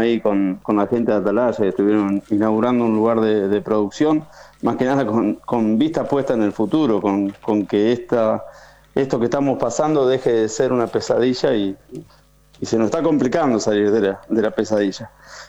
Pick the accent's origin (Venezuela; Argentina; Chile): Argentina